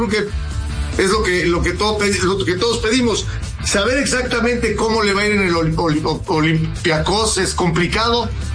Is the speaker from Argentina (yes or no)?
no; Cuernavaca, Morelos, Mexico; Yo soy de la capital del mundo, Cuernavaca, Morelos, la eterna primavera, y no me lleven a tu ciudad porque llueve mucho y me descontrol.